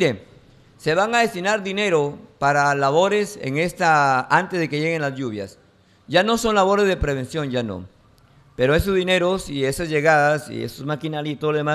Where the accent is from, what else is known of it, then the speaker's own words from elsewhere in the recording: Peru; los que somos afectados somos todos los peruanos.